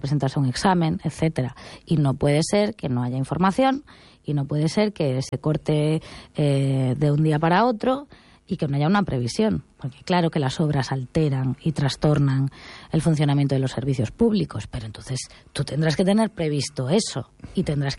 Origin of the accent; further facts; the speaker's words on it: A Coruña, Galicia, Spain; no solo somos los de Coruña, volvemos otra vez a la Gran Coruña, somos más de 400.000